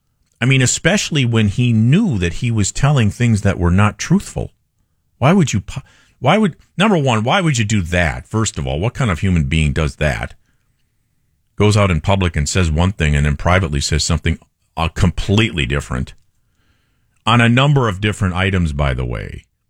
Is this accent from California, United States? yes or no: yes; California, United States; I'm going to vote for what's good for me as a Californian, as a taxpayer.